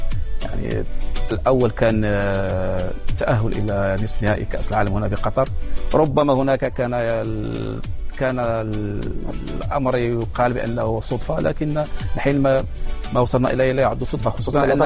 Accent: Morocco; أنا كمواطن مغربي يعني فخور جدا بهذا المنتخب

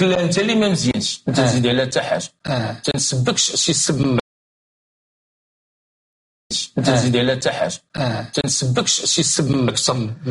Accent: Morocco; في واحد 51 نوع في الحضاري عندنا في المغرب،

